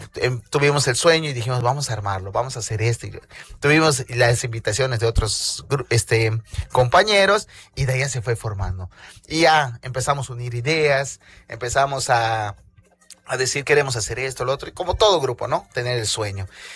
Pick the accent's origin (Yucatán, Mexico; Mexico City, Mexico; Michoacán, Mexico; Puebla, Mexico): Yucatán, Mexico; Mérida; Nosotros somos originarios de Mérida.